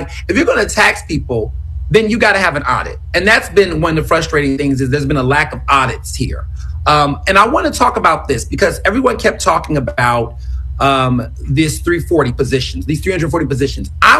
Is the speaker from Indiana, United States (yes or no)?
no; Jenkintown, Pennsylvania, United States; I'm from Jenkintown.